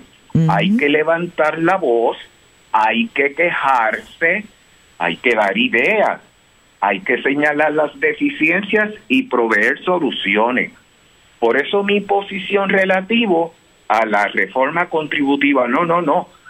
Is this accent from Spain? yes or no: no; San Germán, Puerto Rico; Mira, pues te voy a hacer el mismo comentario que compartí con unas amistades el pasado sábado acá en mi pueblito de San Germán.